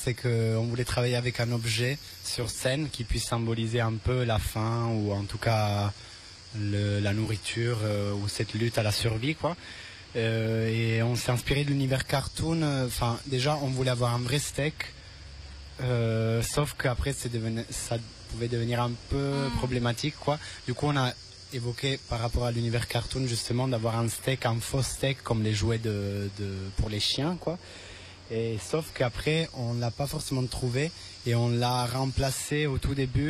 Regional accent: Italy; moved away; Alors moi je suis italien

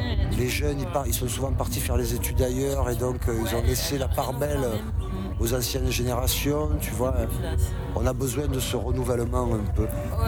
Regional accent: Marseille, Provence-Alpes-Côte d'Azur, France; Je suis souvent fier d'être Marseillais

